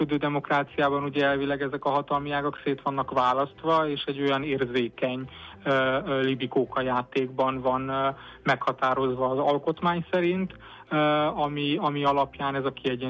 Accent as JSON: {"language": "Hungarian", "town": "Szentendre", "region": "Pest", "country": "Hungary", "tie": "born or raised there", "moved": "yes", "said": "én Szentendrén nőttem fel"}